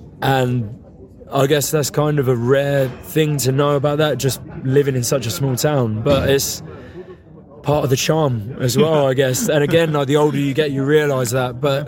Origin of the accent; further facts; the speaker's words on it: South East England, United Kingdom; now I don't have that, I guess, teenage angst to leave my hometown. You kind of see what's really nice about it too. And the more that we travel, the more we have the opportunity to tour. When we go back to the Isle of Wight